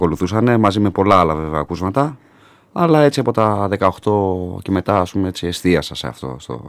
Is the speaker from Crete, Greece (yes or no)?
no; Athens, Attica, Greece; Στην Αθήνα μεγάλωσα, στη Νέα Ιωνία.